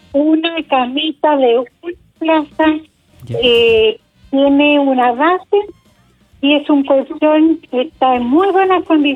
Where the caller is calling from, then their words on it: Hualpén, Biobío, Chile; De aquí, de Hualpén.